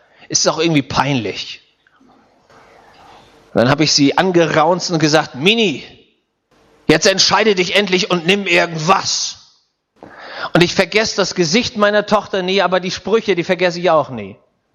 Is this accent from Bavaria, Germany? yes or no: no; Schleswig-Holstein, Germany; Und bei uns in Schleswig-Holstein, da gibt es einen Mann, der hat einen Comic gezeichnet, der heißt Werner.